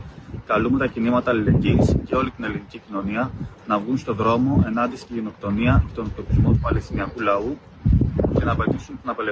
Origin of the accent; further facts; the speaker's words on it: Greece; και κατάγομαι από την Ελλάδα.